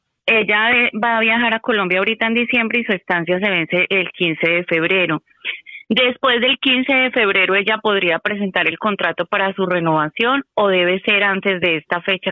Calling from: Madrid, Community of Madrid, Spain; adelante, de Madrid.

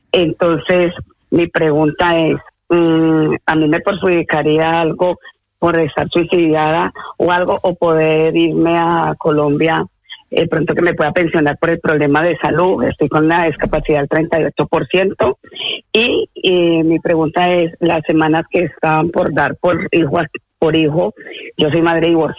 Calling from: Madrid, Community of Madrid, Spain; Estoy en Madrid

